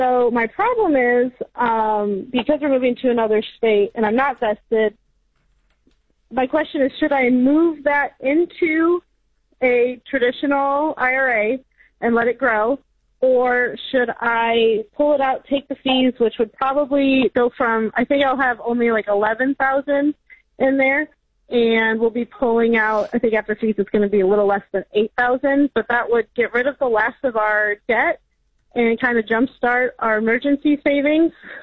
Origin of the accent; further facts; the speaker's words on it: Missouri, United States; I'm from Missouri.